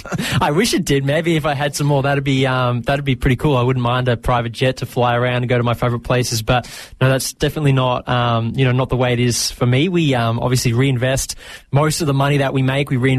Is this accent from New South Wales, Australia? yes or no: no; Bendigo, Victoria, Australia; also born or lived in Maryborough; Yeah, I grew up in Bendigo, Victoria. It's a small country town.